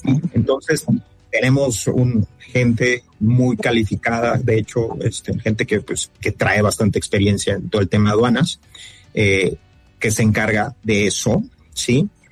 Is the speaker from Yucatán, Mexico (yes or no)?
yes; Mérida, Yucatán, Mexico; yo soy de Mérida